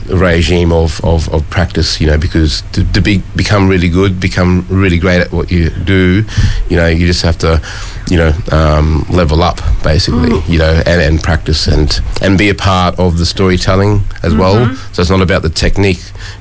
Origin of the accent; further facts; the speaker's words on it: Mount Isa, Queensland, Australia; moved away; growing up on Kalkadunga country in far northwestern Queensland